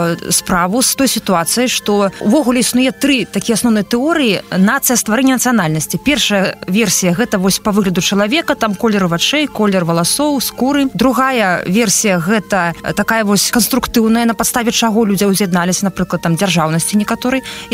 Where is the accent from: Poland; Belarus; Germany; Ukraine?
Belarus; І коли американці довідалися, що ми з Білорусі, з громадського сектору, і приїхали по обміну опытом, нам почали давати гроші на то, щоб ми розвивали доброчинність.